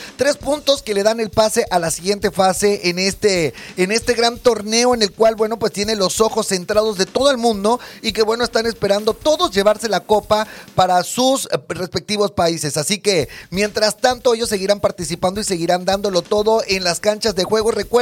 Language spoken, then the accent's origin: Spanish; Chetumal, Quintana Roo, Mexico; sí somos de aquí, de Chetumal, bueno, de Quintana Roo. Somos de Quintana Roo, de la parte turística de Quintana Roo